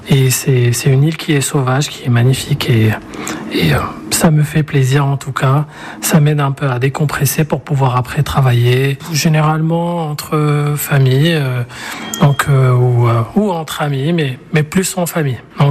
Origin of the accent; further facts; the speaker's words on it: Casablanca, Casablanca-Settat, Morocco; now in Poitiers, France; Je suis de Casablanca, je vis à Poitiers.